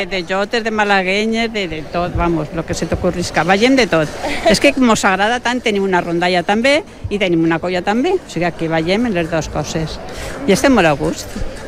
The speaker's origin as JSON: {"language": "Catalan", "town": "Valencia", "region": "Valencian Community", "country": "Spain", "moved": "as an adult", "lives_now": "Alicante, Spain", "said": "jo sóc de València capital"}